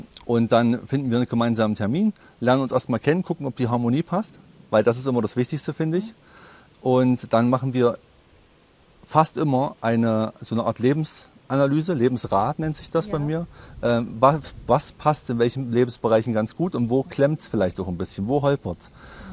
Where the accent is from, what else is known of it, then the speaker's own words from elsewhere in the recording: Teuchern, Saxony-Anhalt, Germany; Ich komme aus Teuchern, das ist in der Nähe von Weißenfels, genau. Und bin dort geboren, war kurze Zeit mal in Großstadt unterwegs und bin jetzt wieder aufgrund der Ruhe, der schönen Ruhe hier, zurückgekehrt.